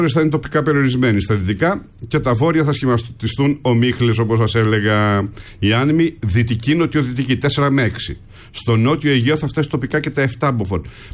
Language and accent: Greek; Athens, Attica, Greece; Το όνομά της στην οδό Βαλτετσίου, στην οποία μεγάλωσα, στα Εξάρχεια.